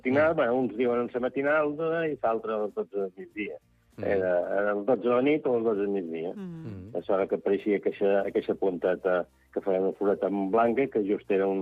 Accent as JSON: {"language": "Catalan", "town": "Santa Eulària des Riu", "region": "Balearic Islands", "country": "Spain", "said": "Avui, som de Sant Eulari, no som de Sant Joan."}